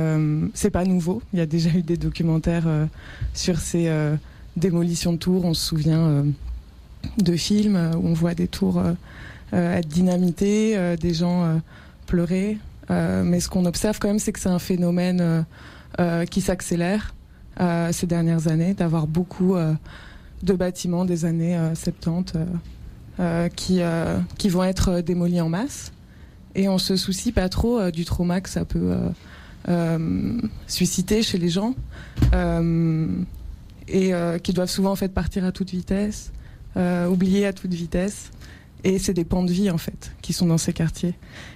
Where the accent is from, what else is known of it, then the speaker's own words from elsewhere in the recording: Paris, Île-de-France, France; moi, je ne viens pas de Bruxelles, je viens de Paris. Je travaille en tant qu'urbaniste en France